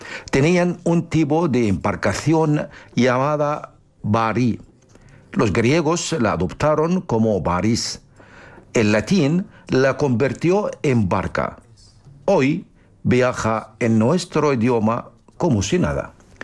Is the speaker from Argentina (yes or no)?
no; Egypt; moved away; Vamos a la tierra de los faraones, a mi tierra natal, a Egipto.